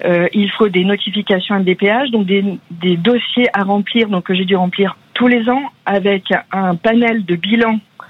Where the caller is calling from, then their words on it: Nouvelle-Aquitaine, France; j'ai une petite commune à 25 km de Pau, dans les Pyrénées-Atlantiques.